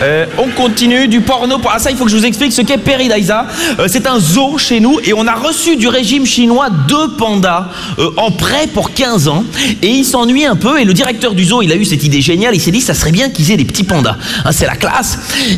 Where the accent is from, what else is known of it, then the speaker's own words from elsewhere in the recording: Belgium; Ouais, je suis content d'être là, je viens de Belgique.